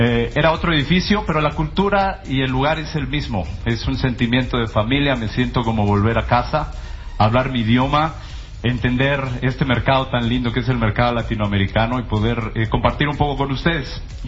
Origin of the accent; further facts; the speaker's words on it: Mexico; Y pues más para mí como mexicano, como latino.